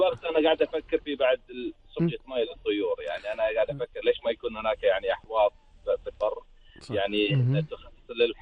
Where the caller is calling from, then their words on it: Kuwait; وخاصه هذا عندنا في الكويت